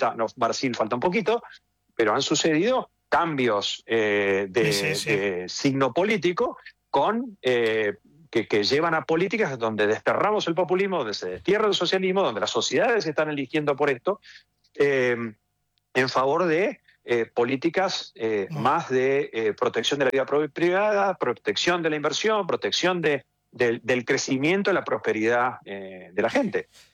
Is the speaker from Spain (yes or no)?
no; Argentina